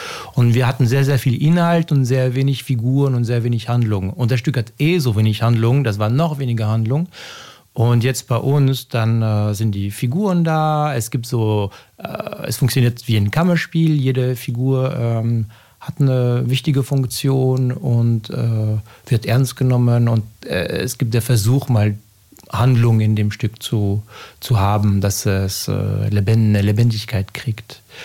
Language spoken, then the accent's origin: German; France; German is a second language; moved away as an adult; now in Vienna, Austria; Ich bin Franzose und das ist auch Schullektüre. Das heißt, das kenne ich aus Frankreich.